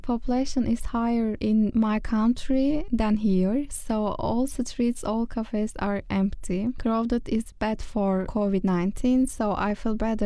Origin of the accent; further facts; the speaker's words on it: Turkey; moved away as an adult; I'm from Turkey.